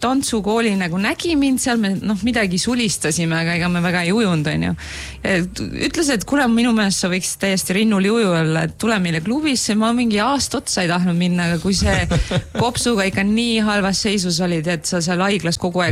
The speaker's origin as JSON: {"language": "Estonian", "town": "Tallinn", "region": "Harju County", "country": "Estonia", "moved": "yes", "lives_now": "Miami, United States", "said": "ma olen Meriväljalt merineitsina"}